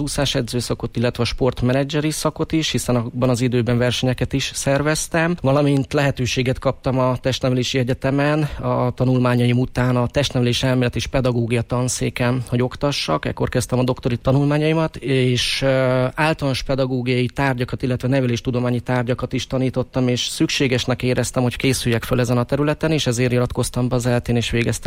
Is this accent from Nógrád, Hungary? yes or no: yes; Balassagyarmat, Nógrád, Hungary; idén lesz a 40. Palóc triatlon Balassagyarmaton szülővárosomban.